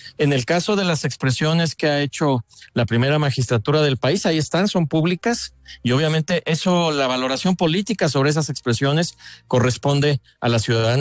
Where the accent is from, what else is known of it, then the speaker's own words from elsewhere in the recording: Mexico; en mi caso yo soy mexicano